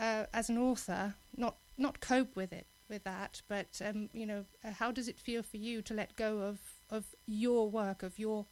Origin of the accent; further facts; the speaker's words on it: Germany; now in United Kingdom; I'm originally from Germany, but I've lived in this country for quite some time, and I work as a translator.